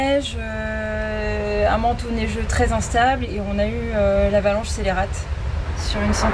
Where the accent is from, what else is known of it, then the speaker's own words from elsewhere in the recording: Brittany, France; also born or lived in Paris; now in Les Deux Alpes area, France; Moi, je viens de Bretagne.